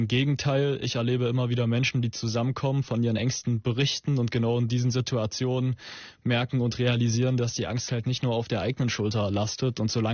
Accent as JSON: {"language": "German", "town": "Zwickau", "region": "Saxony", "country": "Germany", "tie": "born or raised there", "said": "Ich weiß noch, als ich die erste Lesung in meinem Heimatort Zwickau gemacht habe"}